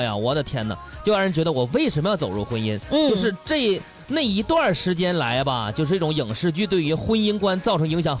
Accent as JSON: {"language": "Chinese", "town": "Dalian", "region": "Liaoning", "country": "China"}